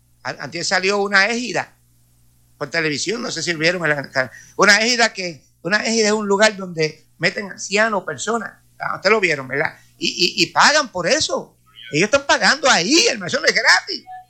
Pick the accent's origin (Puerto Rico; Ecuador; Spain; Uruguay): Puerto Rico; Yo amo a mi patria, amo a mi país.